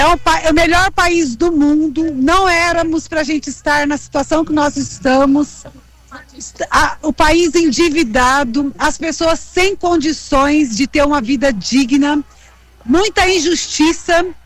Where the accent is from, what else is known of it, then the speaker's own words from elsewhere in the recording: Araçatuba, São Paulo, Brazil; Eu vim de Araçatuba, que é aqui no interior de São Paulo, a quase 600 quilômetros daqui.